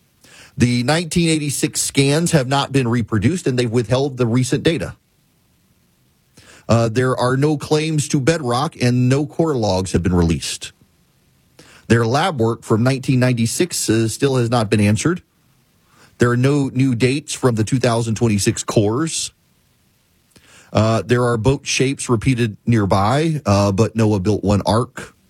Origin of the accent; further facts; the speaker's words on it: United States; I am not Turkian, I am American, and it is Turkey.